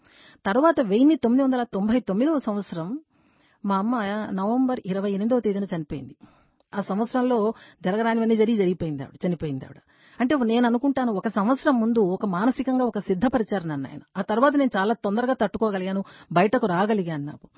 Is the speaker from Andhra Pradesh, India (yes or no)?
yes; Andhra Pradesh, India; నేను రాయలసీమ దాన్ని, స్వామి రాయలసీమ సంబంధించినటువంటి వారు, తీపులు చాలా బాగున్నాయి స్వామి అని అన్నాను.